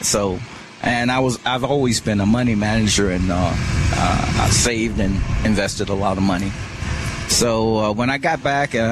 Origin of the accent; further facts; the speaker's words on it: Tuskegee, Alabama, United States; moved away; I grew up poor. I'm originally from Tuskegee, Alabama.